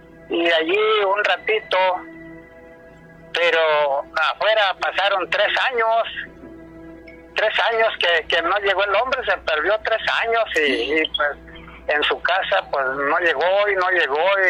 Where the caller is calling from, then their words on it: Hermosillo, Sonora, Mexico; de Hermosillo, que te está marcando.